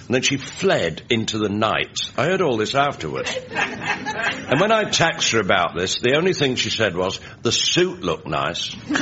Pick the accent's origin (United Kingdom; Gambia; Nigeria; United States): United Kingdom; Leeds, Yorkshire and the Humber; My first job was 1956 at the City Varieties in Leeds, my hometown.